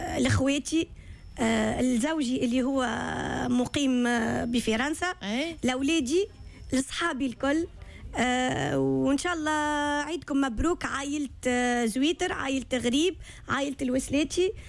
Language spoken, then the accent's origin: Arabic; Sousse, Sousse Governorate, Tunisia; عندنا في سوسة